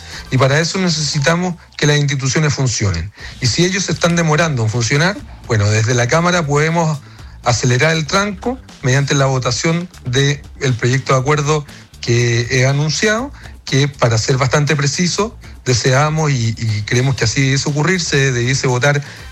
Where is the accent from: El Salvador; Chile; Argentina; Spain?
Chile; todos somos chilenas y chilenos